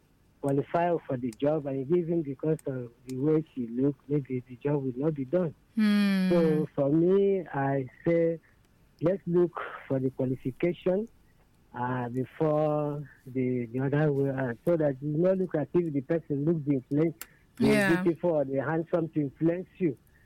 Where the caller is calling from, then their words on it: Ebonyi, Nigeria; I'm from Ebonyi State.